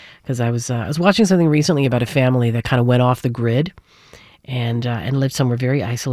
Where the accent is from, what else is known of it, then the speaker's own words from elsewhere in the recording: St. John's, Newfoundland and Labrador, Canada; I mean, I'm only 55, but I still remember growing up in St. John's, you know, and we weren't using devices and all that.